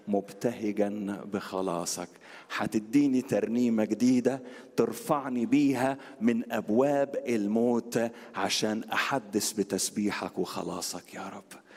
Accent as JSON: {"language": "Arabic", "town": "Alexandria", "region": "Alexandria Governorate", "country": "Egypt", "said": "عندنا في اسكندرية في سيدي بشر شارع الجمعية، شارع الجمعية، كنا احنا في شارع الشهيد"}